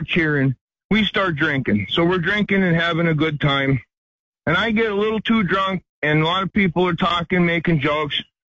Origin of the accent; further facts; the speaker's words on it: Wilkes-Barre, Pennsylvania, United States; I'm from Wilkes-Barre, Scranton, awesome.